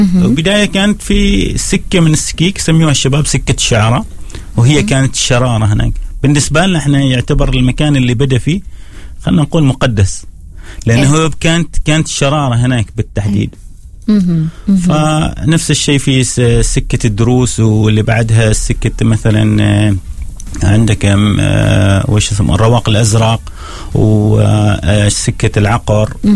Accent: Ad Dakhiliyah, Oman; احنا طابعنا في سرور أجمل، إنها واحة تعتبر أكبر واحة

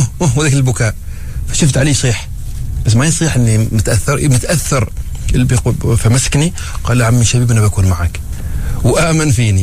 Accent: Oman; قليلين ممثلين عندنا في عمان، كم واحد بس

